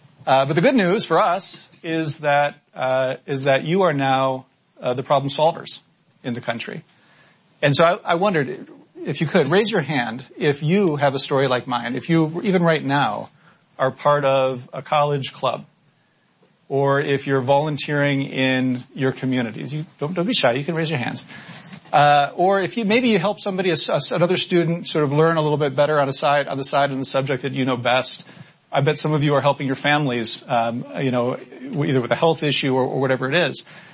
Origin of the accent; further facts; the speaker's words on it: Grand Rapids, Michigan, United States; also born or lived in Detroit; And so I'm a kid from Detroit that grew up in Grand Rapids, Michigan.